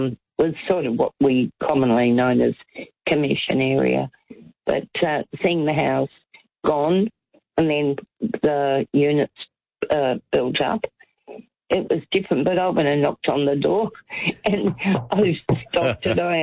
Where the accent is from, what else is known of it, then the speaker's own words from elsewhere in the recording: Melbourne, Victoria, Australia; born there; moved away; I grew up in Broadmeadows when we came to Australia. Old Broadie.